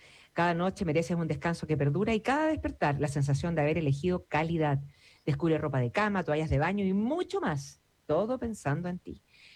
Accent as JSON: {"language": "Spanish", "country": "Chile", "said": "nosotros somos chilenos"}